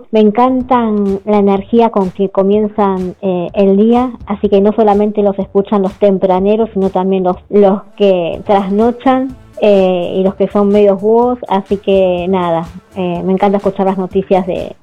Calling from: Buenos Aires, Argentina

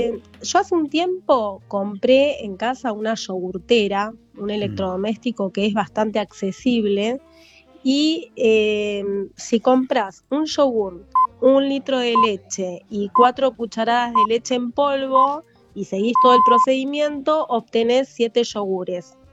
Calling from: Haedo, Buenos Aires Province, Argentina; yo soy de Aedo

